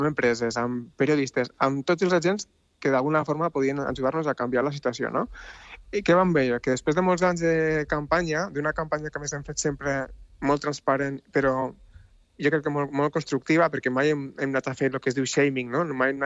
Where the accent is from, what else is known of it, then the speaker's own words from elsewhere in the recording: Tarragona, Catalonia, Spain; now in Basque Country, Spain; jo sóc de Tarragona, però jo estic vivint al País Basc